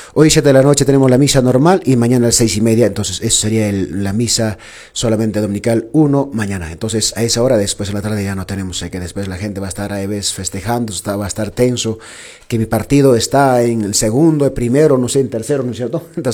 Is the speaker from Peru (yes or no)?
yes; Peru